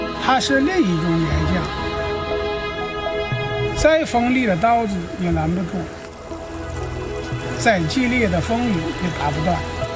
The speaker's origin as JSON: {"language": "Chinese", "region": "Shaanxi", "country": "China", "tie": "born or raised there", "said": "其实我的大半生和两个地方发生关系，一个呢就是矿山，一个呢就是我的老家陕南。"}